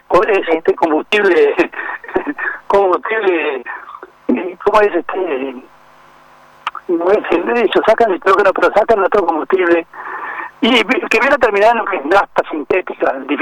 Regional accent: Paso de los Toros, Tacuarembó, Uruguay; lo que quiero son mejoras para mi pueblo. Estoy intentando hace 6 años conseguir por lo menos una zona franca, espejo para los toros, para que toda esa madera que se va, que la vemos pasar aquí en la ruta, porque se va al puerto y se va a China, por lo menos llegue a Paso los Toros

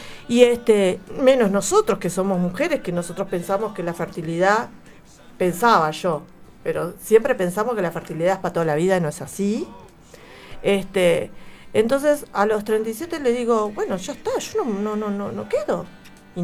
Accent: Uruguay

